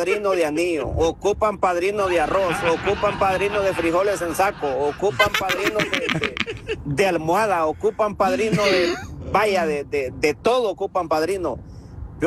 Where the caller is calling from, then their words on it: Honduras; en la cultura de nosotros, la hondureña